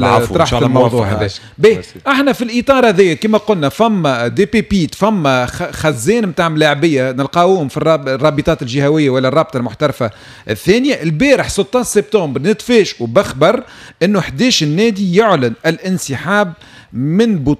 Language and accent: Arabic; Tunisia; احنا عندنا في تونس